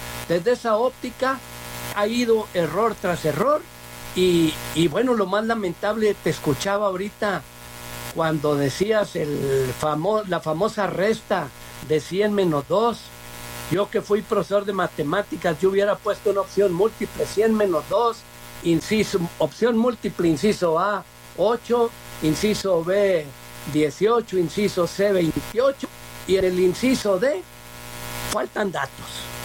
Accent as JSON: {"language": "Spanish", "region": "Chihuahua", "country": "Mexico", "said": "soy muy orgulloso de ser chihuahuense, de ser del estado más grande de la República, mi tierra."}